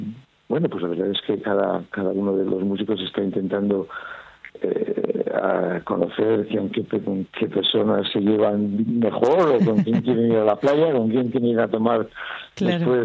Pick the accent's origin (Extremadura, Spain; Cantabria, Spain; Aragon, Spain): Cantabria, Spain; Santander; Yo soy de Santander